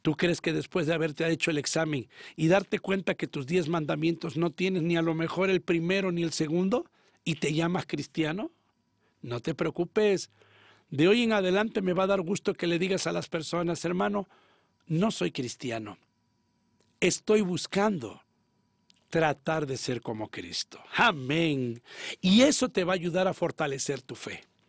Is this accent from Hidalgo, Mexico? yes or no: no; Oaxaca, Mexico; moved away; Allá en mi ciudad, Oaxaca